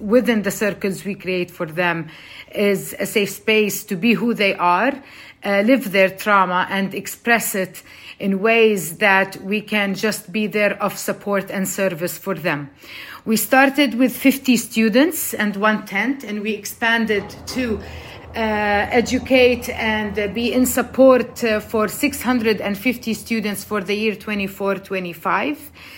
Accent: Jerusalem, Palestine; now in Lisbon, Portugal; I'm Palestinian from Jerusalem. I'm a Palestinian diaspora, and I'm an artist.

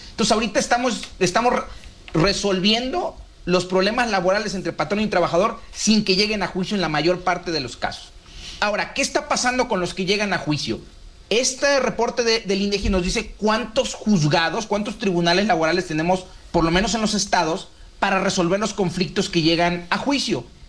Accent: Mexico

